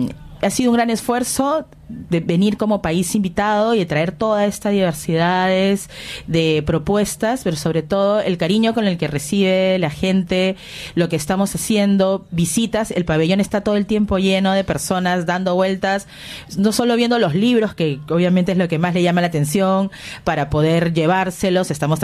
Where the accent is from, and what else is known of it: Peru